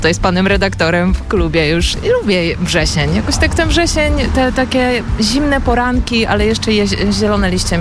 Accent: Kraków, Lesser Poland, Poland; Jesteśmy dopiero pierwszy dzień w Poznaniu, jesteśmy z Krakowa.

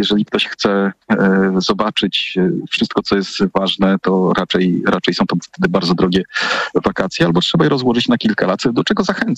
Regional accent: northern Poland, Poland; ja jestem tutaj z północy

